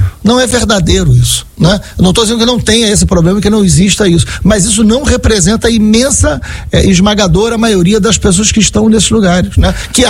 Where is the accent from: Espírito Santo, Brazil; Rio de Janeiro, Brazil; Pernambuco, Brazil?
Rio de Janeiro, Brazil; São Gonçalo; eu nasci numa comunidade, lá em São Gonçalo, e eu fui criado no bairro de periferia